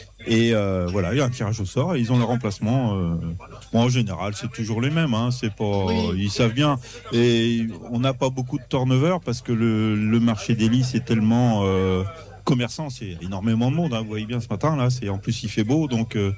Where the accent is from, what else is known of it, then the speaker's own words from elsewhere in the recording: Brittany, France; Sauf que je suis breton, moi, hein, j'ai un seul caractère.